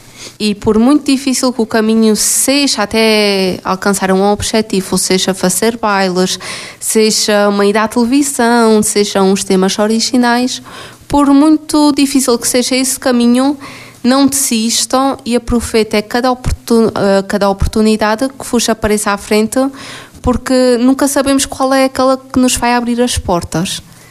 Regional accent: Alentejo, Portugal; eu sou do Alentejo. E mesmo que vá morar para a China, digamos assim, eu sempre sou do Alentejo. Ou seja, é a minha raiz, é a minha cultura, é tudo.

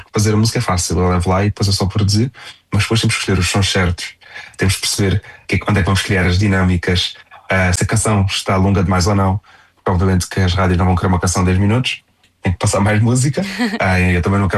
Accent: Faro, Algarve, Portugal; passei a minha infância no Algarve. É Faro.

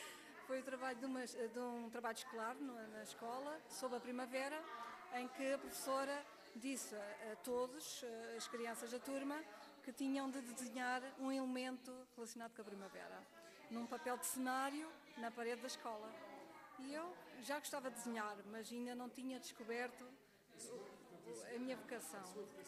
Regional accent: Lisbon, Portugal; Sou natural de Lisboa, mas sou uma neta da terra, da Póvoa.

